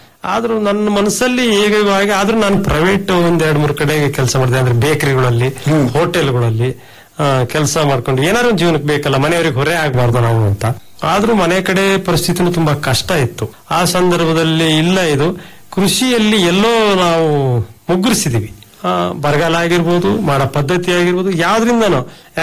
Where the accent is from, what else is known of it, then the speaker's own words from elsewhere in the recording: Koragi, Karnataka, India; ನನ್ನ ಊರು ಕೊರಗಿ ಅಂತ ಸರ್. ಶಿವಮೊಗ್ಗ ತಾಲೂಕು ಹುಣಸಿ ಹೋಬಳಿ ಕೊರಗಿ ಗ್ರಾಮ ಚೌರಡಿ ಪೋಸ್ಟ್.